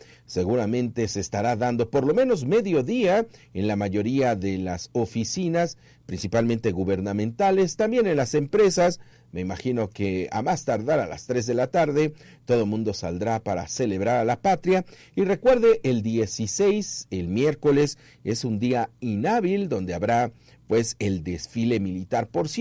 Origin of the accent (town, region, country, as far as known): Mexico